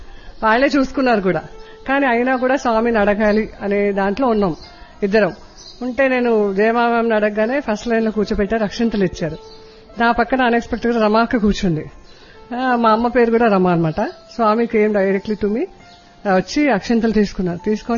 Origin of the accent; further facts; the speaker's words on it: Hyderabad, Telangana, India; నేను హైదరాబాద్ నుండి వచ్చాను.